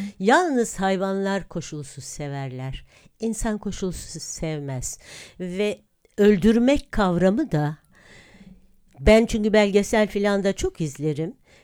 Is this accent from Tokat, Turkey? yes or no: no; Istanbul, Turkey; Çoğu adalardan, çünkü çocukluğum orada geçmiş.